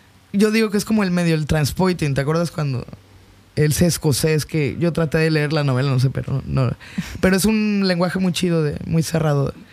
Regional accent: Veracruz, Mexico; moved away; also born or lived in Mexico City; Yo soy de Veracruz, de la costa, que es el corazón del Golfo de México, que es el primer puerto de México y tiene esta mixtura o esta triple raíz que es la afro, la indígena

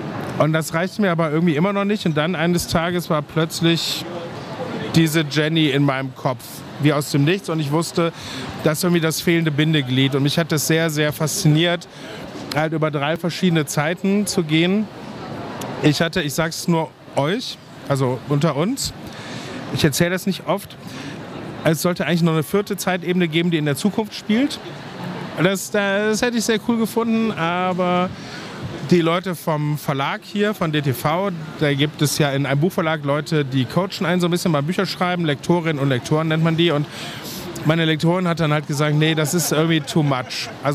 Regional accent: Leverkusen, North Rhine-Westphalia, Germany

